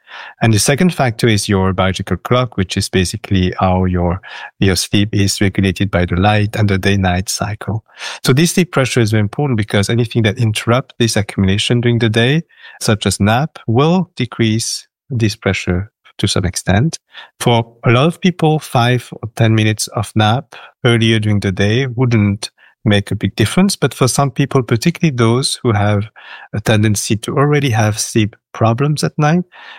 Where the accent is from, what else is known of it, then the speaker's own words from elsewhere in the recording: Cairns, Queensland, Australia; from Cairns, Northern Australia.